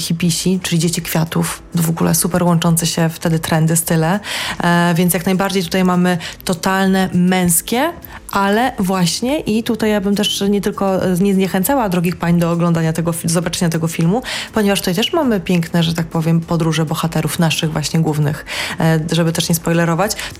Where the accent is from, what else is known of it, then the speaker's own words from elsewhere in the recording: Gdańsk, Pomeranian Voivodeship, Poland; Ja jestem sama z Gdańska, wychowałam się w Gdańsku